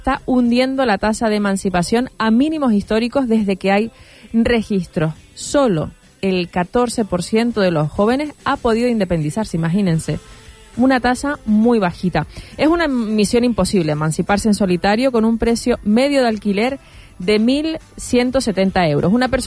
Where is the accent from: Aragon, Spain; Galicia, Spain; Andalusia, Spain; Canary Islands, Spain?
Canary Islands, Spain; La Palma; Hay una curiosidad muy, muy nuestra, muy de La Palma